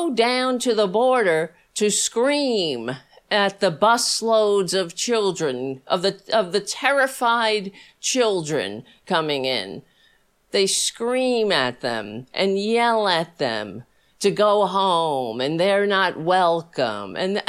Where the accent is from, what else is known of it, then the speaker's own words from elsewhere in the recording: New York City, New York, United States; I grew up on Staten Island